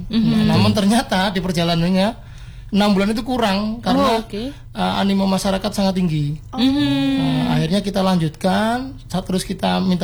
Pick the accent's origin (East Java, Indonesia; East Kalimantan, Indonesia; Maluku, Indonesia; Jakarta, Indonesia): East Java, Indonesia